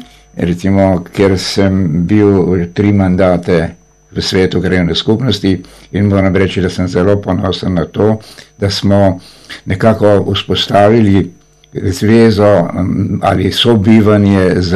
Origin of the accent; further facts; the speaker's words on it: Mirna Peč, Southeast Slovenia, Slovenia; moved away; also born or lived in Kropa / Novo mesto; moje otroštvo je bilo v Mirni peči